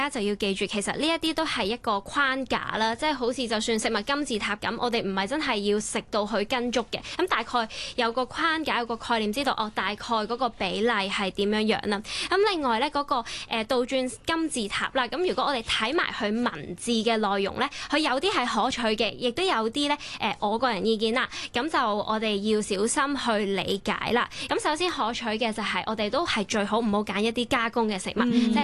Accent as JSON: {"language": "Cantonese", "country": "Hong Kong", "said": "但是我们香港人啦"}